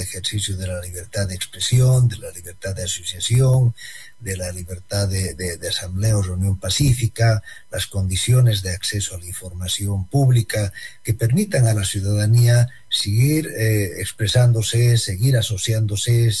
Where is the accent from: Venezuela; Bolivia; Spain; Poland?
Bolivia; a mi país, Bolivia. Yo vengo de Bolivia, y el tema de la reelección presidencial definida pues creó una gran crisis democrática en mi país.